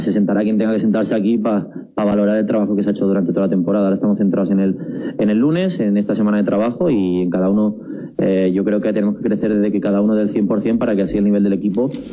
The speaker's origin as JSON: {"language": "Spanish", "region": "Catalonia", "country": "Spain", "tie": "born or raised there", "moved": "as an adult", "said": "al final hasta los 18 viví allí, soy catalán, tengo mucha familia allí"}